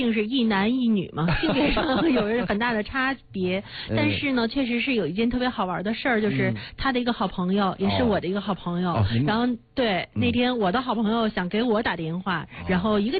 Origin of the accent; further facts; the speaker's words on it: China; moved away as an adult; also born or lived in New Zealand; 我出国读书的时候呢，跟大家一样，我们中国人呢基本上在十年前出国读书